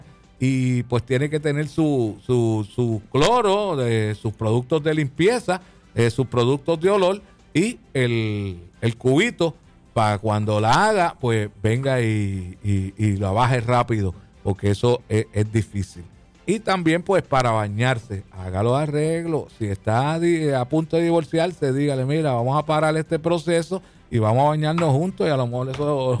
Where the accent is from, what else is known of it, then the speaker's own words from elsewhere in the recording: Puerto Rico; porque nosotros somos boricua y el boricua es otra cosa.